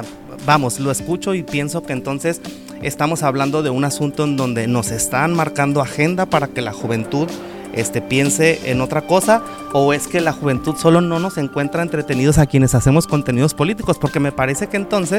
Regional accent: Mexico

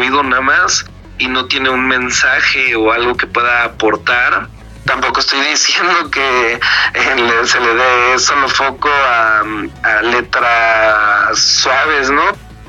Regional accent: Mexico

